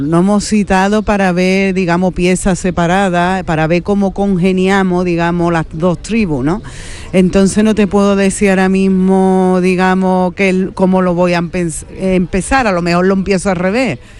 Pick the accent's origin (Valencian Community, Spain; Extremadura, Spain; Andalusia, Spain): Andalusia, Spain; Seville; muy contenta de estar en la Bienal de Sevilla, en mi tierra.